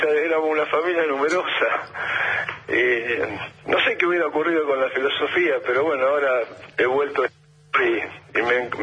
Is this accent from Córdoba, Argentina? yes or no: no; Rosario, Santa Fe, Argentina; Sí, en Rosario empecé a jugar en el club Gimnasia de Grima de Rosario.